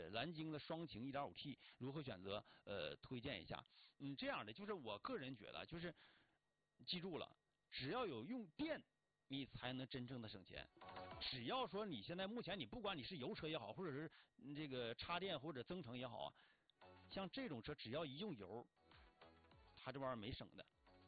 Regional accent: Northeast China, China; 咱们东北人

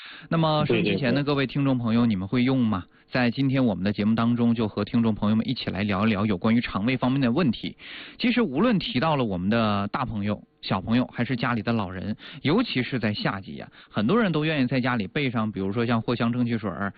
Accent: Northeast China, China; 咱们东北话来讲

